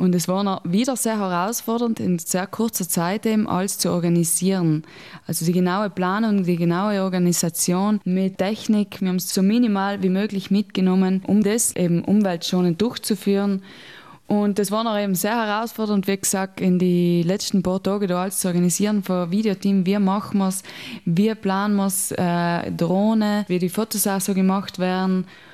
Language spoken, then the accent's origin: German; Trentino-Alto Adige, Italy; Ich bin ja Südtirolerin, ich komme aus dem Wipptal